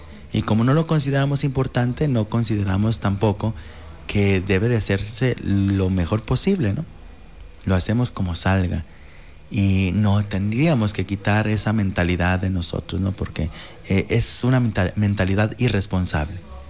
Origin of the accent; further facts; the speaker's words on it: Mexico; Nosotros como mexicanos